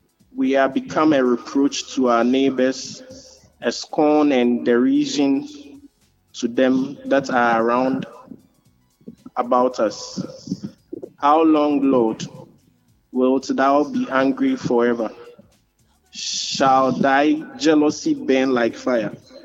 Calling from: Ofirikrom, Ghana; calling from Ofirikrom.

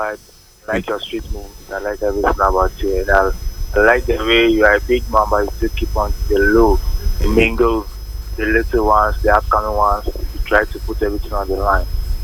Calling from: Kasoa, Central Region, Ghana; I'm calling from Kasua.

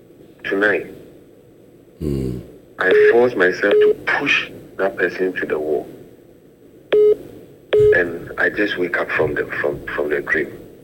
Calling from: Abuja, Federal Capital Territory, Nigeria; I'm calling from Abuja.

